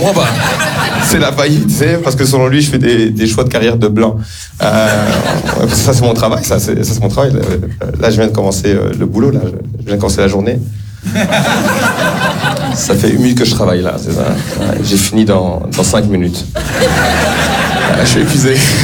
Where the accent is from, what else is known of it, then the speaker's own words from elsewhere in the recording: Rwanda; Je suis un Rwandais souriant et optimiste.